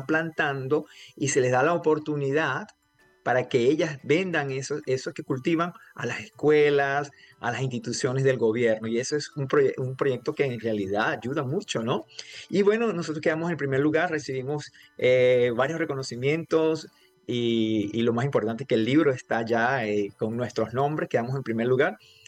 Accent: Venezuela; moved away as an adult; now in Brazil; yo soy venezolano viviendo en Brasil a más de 10 años.

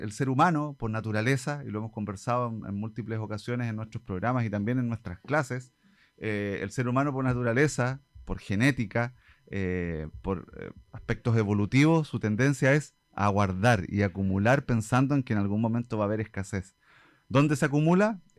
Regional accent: Osorno, Los Lagos, Chile; Partimos por Osorno porque es nuestra prioridad. Somos Osorno, somos de Osorno.

